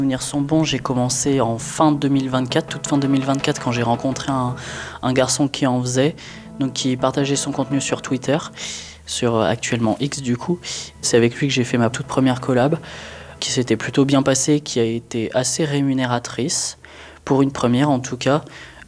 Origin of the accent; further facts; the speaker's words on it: Lyon, Auvergne-Rhône-Alpes, France; j'ai 23 ans, je suis originaire de Lyon